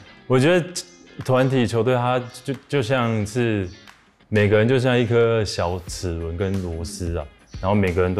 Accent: Taiwan; moved away as an adult; also born or lived in Japan

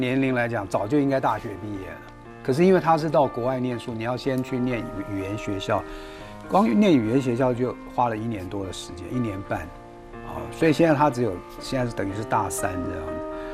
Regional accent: China; 如果论我们中国人讲说琴棋书画这四种技艺来讲

